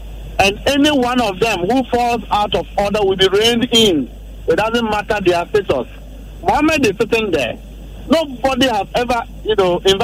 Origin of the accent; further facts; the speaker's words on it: Ghana; It doesn't reflect our culture as a Ghanaian.